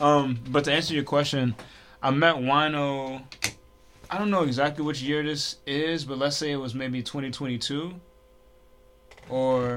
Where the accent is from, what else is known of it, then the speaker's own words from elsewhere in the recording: West Bank, Palestine; I'm from the West Bank, and I've been making music for a while.